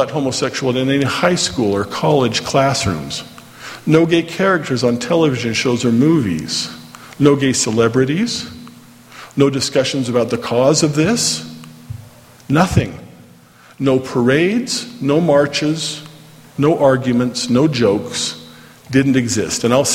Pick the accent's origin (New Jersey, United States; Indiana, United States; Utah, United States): Utah, United States; Orem; and I grew up here in Orme, so I know it was just a little bit south of there